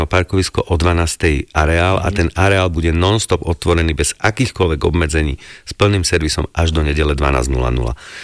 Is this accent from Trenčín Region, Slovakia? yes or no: yes; Trenčín, Trenčín Region, Slovakia; Ja som z Trenčína